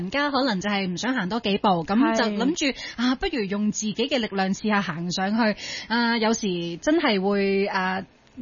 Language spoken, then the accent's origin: Cantonese; Hong Kong; 因为我哋香港人真系行路行得太快啦。